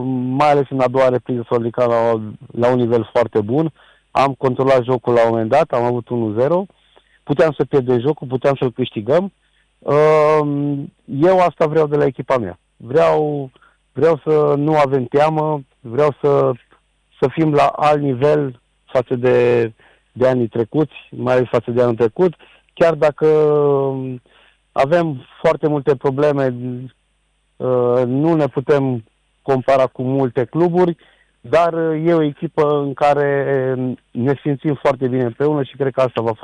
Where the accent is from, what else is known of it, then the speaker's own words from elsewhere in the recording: Sibiu, Sibiu County, Romania; Șelimbărul este parte din Sibiu, este legat. Noi suntem toți sibieni, toți care suntem acolo, am crescut în Sibiu.